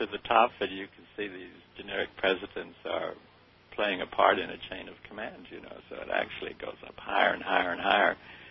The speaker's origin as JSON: {"language": "English", "town": "Telluride", "region": "Colorado", "country": "United States", "tie": "born there", "said": "I was born in Telluride, Colorado"}